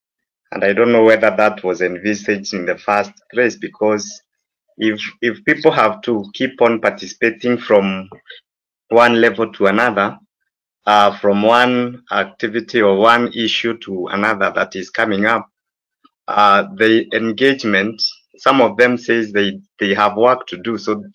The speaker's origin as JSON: {"language": "English", "region": "Embu County", "country": "Kenya", "said": "I'm from Embu County, the coordinator, Embu County Civic Education."}